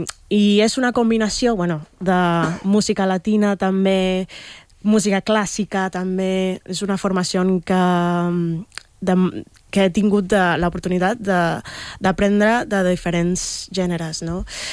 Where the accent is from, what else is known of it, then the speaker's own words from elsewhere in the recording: Panama; Les meves, bueno, jo soc de Panamà, sí. I en Panamà he sigut formada per el Danilo Pérez, que és un gran pianista panameño